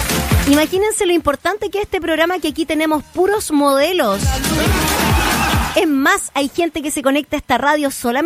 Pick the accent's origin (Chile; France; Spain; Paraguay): Chile; Somos cahuineros los chilenos.